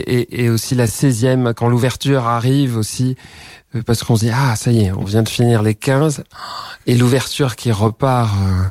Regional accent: Toulouse, Occitanie, France; born there; je suis un homme de la province, donc ça me touche d'aller voir. Oui, oui, oui, je suis né à Toulouse aussi

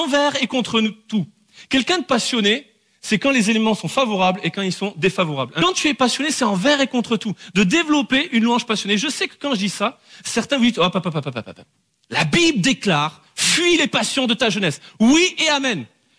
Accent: Bordeaux, Nouvelle-Aquitaine, France

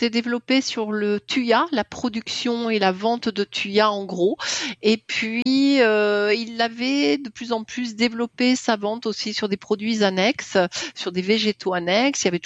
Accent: Centre-Val de Loire, France; Moi, j'avais des racines agricoles ou plutôt viticoles, donc je connais le monde de la terre. Nous, on est de la Touraine.

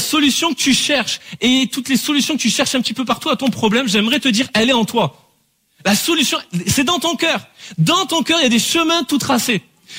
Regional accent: France

